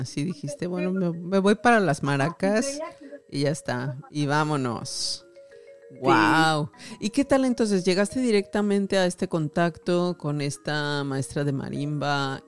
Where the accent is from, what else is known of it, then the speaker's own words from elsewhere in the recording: Oaxaca, Mexico; Yo como soy de Oaxaca